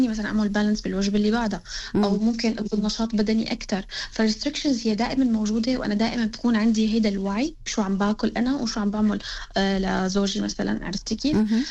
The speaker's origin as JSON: {"language": "Arabic", "town": "Jableh", "region": "Latakia Governorate", "country": "Syria", "moved": "as an adult", "lives_now": "Australia", "said": "سورية، انتقلت حديثاً على أستراليا، تزوجت وسافرت. طبعاً أنا أصولي من مدينة اللاذقية جبلة، كنت عم مخلصة طب بشري بسنة 2020، وكنت عم بختص قلبية، أمراض القلب والأوعية الدموية باللاذقية كمان."}